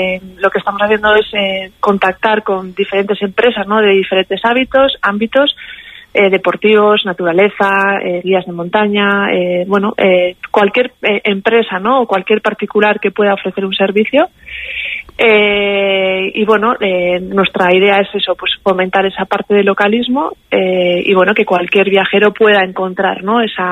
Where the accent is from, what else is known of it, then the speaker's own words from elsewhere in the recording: Basque Country, Spain; como buenos vascos aquí de Euskadi